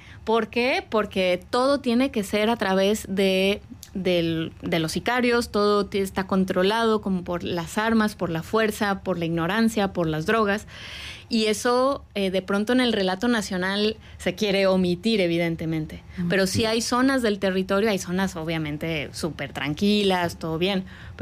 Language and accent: Spanish; Veracruz, Mexico; now in Oaxaca, Mexico; Yo soy del estado de Veracruz y ahora vivo en el estado de Oaxaca.